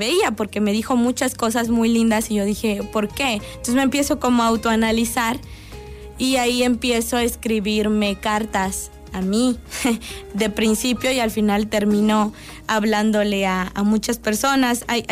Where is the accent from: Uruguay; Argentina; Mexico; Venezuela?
Mexico; Chiapas; el representar a Chiapas, el representar a mi pueblo que es tan chiquitito, ¿no? Me llena de mucho orgullo, del bueno.